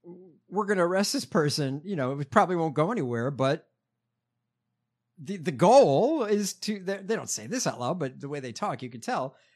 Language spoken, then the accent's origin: English; Chicago, Illinois, United States; Oh, yeah. I'm from the back of the yards.